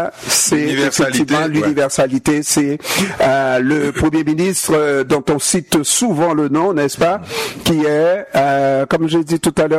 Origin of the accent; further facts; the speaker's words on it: Haiti; Nous sommes tous des Haïtiens, messieurs.